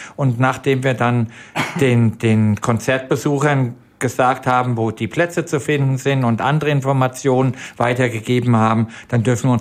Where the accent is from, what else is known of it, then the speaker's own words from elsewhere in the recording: Wiesbaden, Hesse, Germany; Die spielen in meiner Heimatstadt am 14. Oktober um 20 Uhr im Schlachthof Wiesbaden.